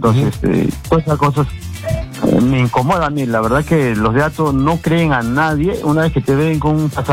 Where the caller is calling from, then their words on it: Lima, Peru; llamo de acá de San Juan de Origancho.